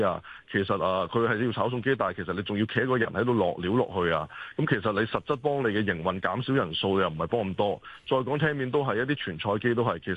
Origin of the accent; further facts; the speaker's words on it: Hong Kong; 我哋都身為香港人